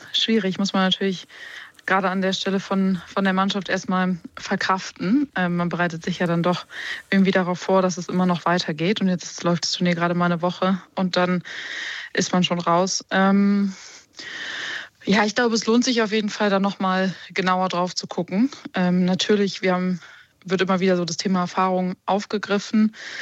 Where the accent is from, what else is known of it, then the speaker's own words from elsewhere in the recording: Germany; wir als Deutsche